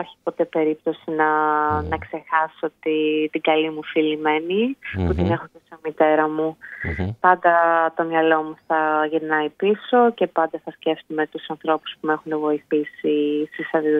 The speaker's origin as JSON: {"language": "Greek", "country": "Greece", "moved": "yes", "lives_now": "Australia", "said": "Ελληνίδα ποτέ δεν θα πάψω να αισθάνομαι, ακόμα και αν αποκτήσω την αυστραλέζικη υπηκότητα, πάντα θα είμαι Ελληνίδα, μέχρι να πεθάνω."}